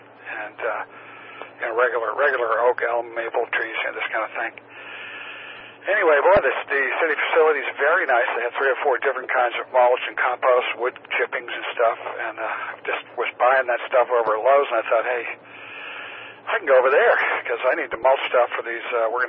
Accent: Long Island, New York, United States; moved away; also born or lived in Cleveland, Ohio / Central Texas; I was born in Cleveland, but grew up on Long Island, so still got serious winters.

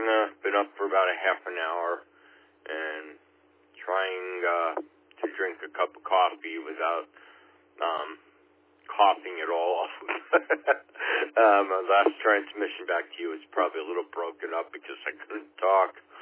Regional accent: Oakland Park, Florida, United States; I'm in Southeast Florida, Oakland Park, which is, I guess you can say, part of the greater Fort Lauderdale area, about 30 miles north of Miami.

